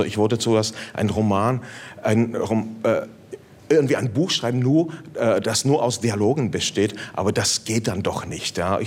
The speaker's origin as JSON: {"language": "German", "region": "northeastern Bohemia", "country": "Czechia", "said": "Also als Tscheche, ich komme eben aus Nordostböhmen, dann spreche ich natürlich ja nicht nur Tschechisch und Deutsch, aber auch einigermaßen sehr, sehr gut Polnisch. Dazu noch kommt das Slowakische."}